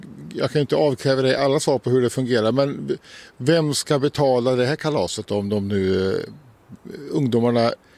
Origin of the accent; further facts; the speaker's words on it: Västra Götaland County, Sweden; moved away; Vi är västgötar båda två.